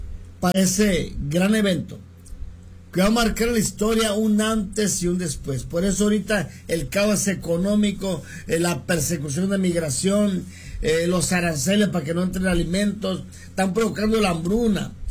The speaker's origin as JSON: {"language": "Spanish", "town": "Culiacán", "region": "Sinaloa", "country": "Mexico", "tie": "born or raised there", "moved": "yes", "said": "mi ciudad natal en Culiacán, Sinaloa"}